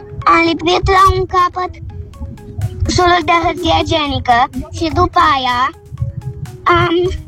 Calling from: Vădeni, Brăila County, Romania; din Vădeni Brăila

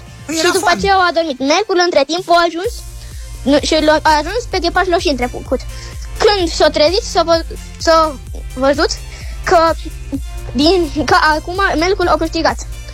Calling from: Sibiu, Sibiu County, Romania; din Sibiu.

